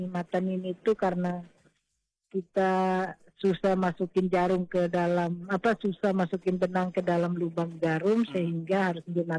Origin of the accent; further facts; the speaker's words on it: Papua, Indonesia; kita orang Papua